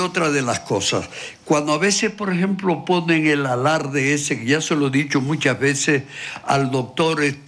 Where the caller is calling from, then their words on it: La Palma, Canary Islands, Spain; de donde soy yo, de un pueblo de La Palma